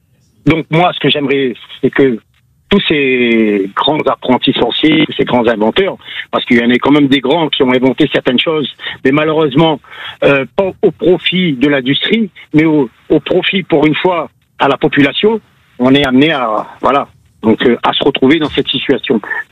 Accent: Réunion, France; now in Canet-en-Roussillon, France; Moi, je viens de la Réunion. Ça fait pas longtemps que je suis ici. Je suis sur Canet en Roussillon.

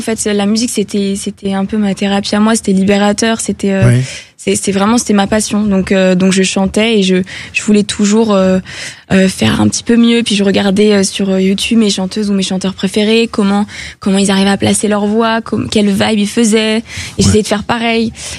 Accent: Île-de-France, France; J'ai grandi en région parisienne.

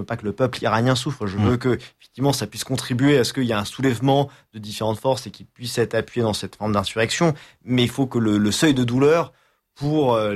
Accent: France; à plus forte raison en tant que Français, comme on a été marqué dans notre chair

